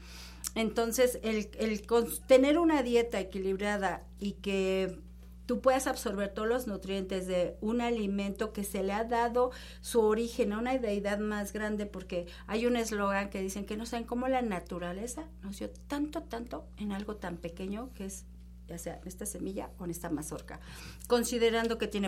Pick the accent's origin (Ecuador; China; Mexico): Mexico; sí soy mexicana